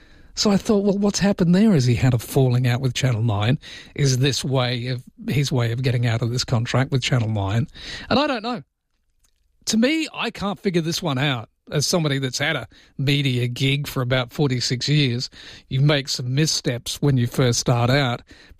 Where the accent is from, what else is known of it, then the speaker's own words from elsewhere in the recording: England, United Kingdom; I was thinking to myself, being English, because I know the history of Tommy Robinson